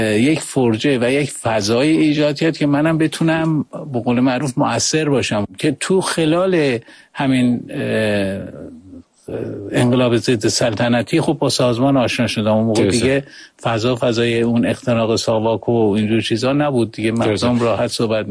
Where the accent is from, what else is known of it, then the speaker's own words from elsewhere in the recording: Tehran, Tehran Province, Iran; moved away as an adult; also born or lived in Kermanshah; از بچگی ولی خانواده‌ام اومدن تهران دیگه، در واقع از تهران بزرگ شدم، اونجا مدرسه و دبیرستان رفتم